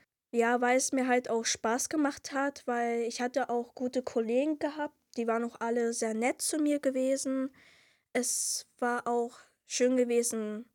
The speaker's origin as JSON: {"language": "German", "region": "Berlin", "country": "Germany", "moved": "yes", "lives_now": "Rostock, Germany", "said": "ich bin 15 Jahre alt. Ich komme aus Berlin, aber ich wohne in Rostock."}